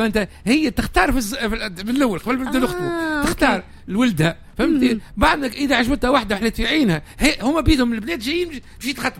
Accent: Tunisia; وإحنا عندنا في تونس كل عروسة عندها لبستها

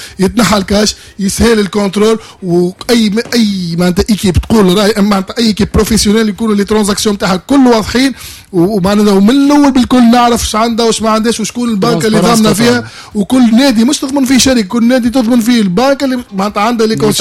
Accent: Tunisia; وبرشا أندية عندنا في تونس

